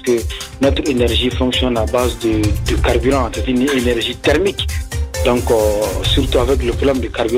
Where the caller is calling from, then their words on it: Mali; comme chez nous au Mali, le soleil brille beaucoup, il fait chaud.